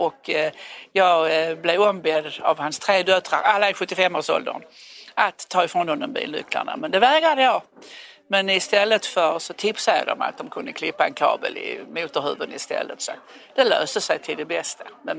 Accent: Borby, Skåne, Sweden; now in Ystad, Sweden; Jag kommer från Borby, men jag bor i Ystad.

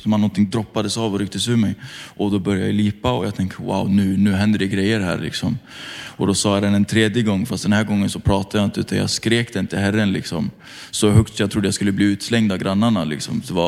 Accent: Götene, Västra Götaland County, Sweden

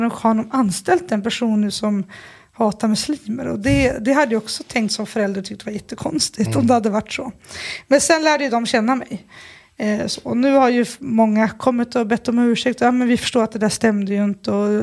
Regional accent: Sundsvall, Västernorrland County, Sweden; moved away as an adult; also born or lived in Falun / Ethiopia / Gothenburg; now in Stockholm, Sweden; Jag är uppvuxen i Sundsvall. Och sen läste jag till lärare i Falun och sen började jag jobba i Husby. I slutet på min lärarutbildning bodde jag i Etiopien.

